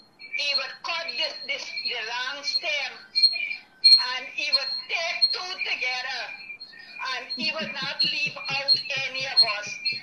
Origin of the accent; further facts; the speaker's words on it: Good Fortune, Guyana; now in Canal No. 2, Guyana; We used to live in Good Fortune, 2 miles.